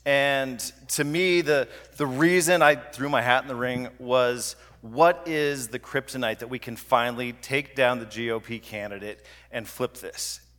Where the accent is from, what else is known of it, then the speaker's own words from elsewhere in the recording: Montana, United States; I go back to the 1860s with my family. Family ranch goes back to the 1890s. So I got deep, deep roots here. Montana's in my DNA.